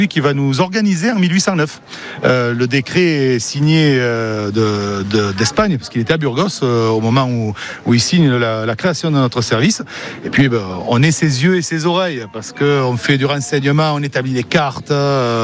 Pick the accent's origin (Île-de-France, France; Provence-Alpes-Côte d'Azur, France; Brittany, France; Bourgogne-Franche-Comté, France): Provence-Alpes-Côte d'Azur, France; Marseille; Moi-même, je viens de Marseille.